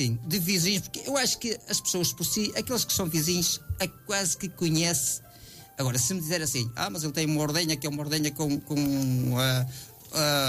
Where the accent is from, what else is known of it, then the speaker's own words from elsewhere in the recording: Portugal; nem em Eiriche, da minha terra